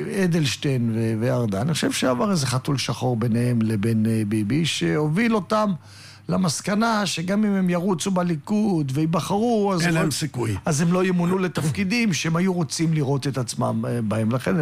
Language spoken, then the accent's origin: Hebrew; Holon, Tel Aviv District, Israel; אגב, אני מכיר לא מעט משפחות, במיוחד במקום שאני גדלתי, בו אני גדלתי בחולון, בשכונת תל גיבורים